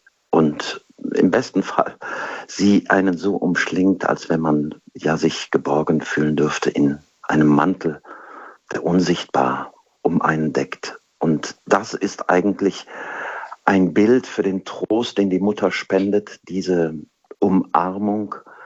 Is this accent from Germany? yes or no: yes; Kevelaer, North Rhine-Westphalia, Germany; weil ich bin an der Hauptstraße groß geworden. Das ist so die Gangsstraße für alle Pilgergruppen nach Kevela.